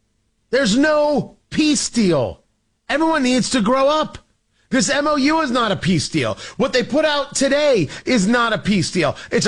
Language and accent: English; United States; my answer as an American is, show me.